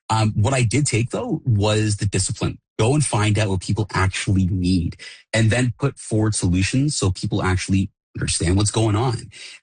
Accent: Toronto, Ontario, Canada; I don't believe that's true. I grew up in this ward. I was born in Toronto Community Housing, and my mother raised me on $26,000 a year

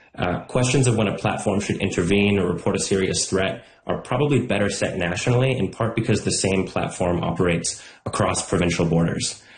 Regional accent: Canada; As a resident of BC and as a Canadian

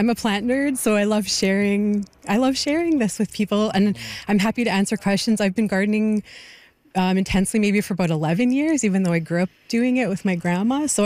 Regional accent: Northern Canada, Canada; growing up in the North as well, it's always just been important to me to have a relationship with land.

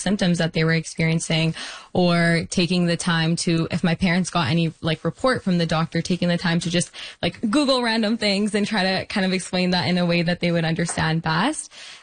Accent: Peel, Ontario, Canada; growing up in Peel, I've seen the need. You know, there's over 800,000 residents.

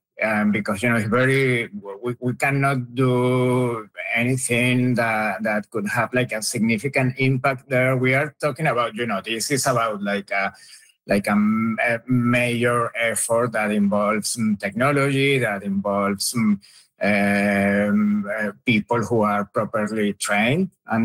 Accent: Caracas, Capital District, Venezuela; moved away; I'm from Caracas.

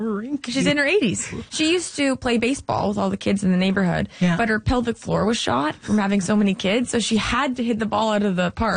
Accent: Canada; I'm so grateful that I grew up comedically in Canada, because we really support each other.

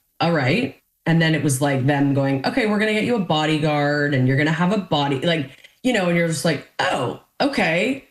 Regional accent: Canada; I feel weirdly because of my childhood and the way I was raised and and being Canadian, like I weirdly didn't really even process it.

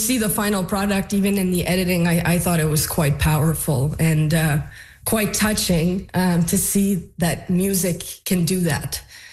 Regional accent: Chapleau, Ontario, Canada; So I grew up in Shaplow. I am from a musical family

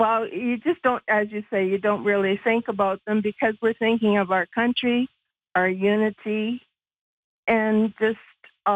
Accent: Ontario, Canada; west of Norwich, Ontario, and raised three kids, two boys, my two brothers, older, and myself.

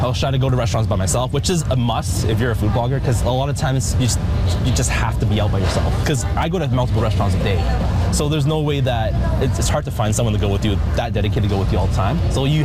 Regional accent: Edmonton, Alberta, Canada; also born or lived in Singapore; So Southeast Asian. Born in Singapore, but I moved here when I was young, so basically I grew up here.

